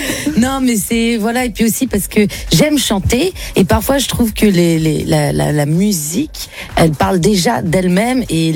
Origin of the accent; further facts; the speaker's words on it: Rennes, Brittany, France; born there; je suis née en Bretagne.